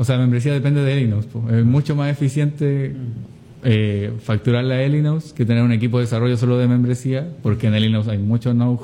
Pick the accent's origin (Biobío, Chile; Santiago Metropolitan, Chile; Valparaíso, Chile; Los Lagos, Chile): Biobío, Chile; Concepción; Somos todos de Conce. Todo el equipo de Conce.